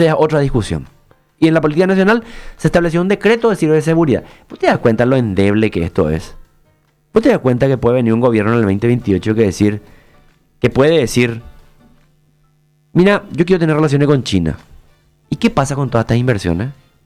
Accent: Paraguay

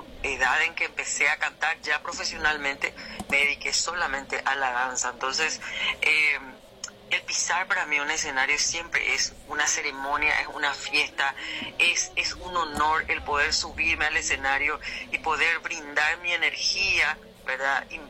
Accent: Asunción, Paraguay; born there; Vengo de padres campesinos, ¿verdad? Como muchos los que estamos acá. Yo ya nací en Asunción, pero vengo de padres campesinos

